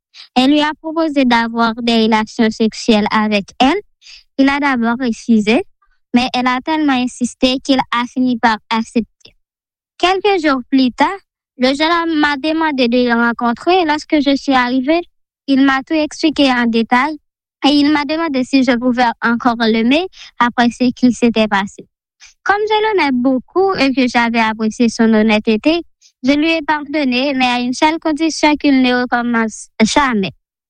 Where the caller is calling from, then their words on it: Haiti; je suis une Haïtienne, je vis en Haïti, j'ai 20 ans.